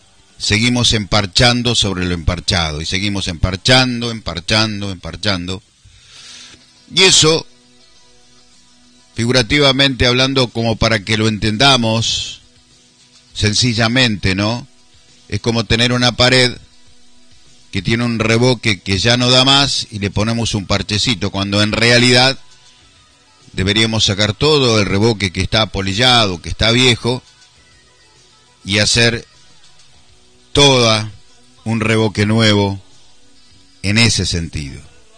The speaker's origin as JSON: {"language": "Spanish", "country": "Argentina", "said": "como argentinos que somos"}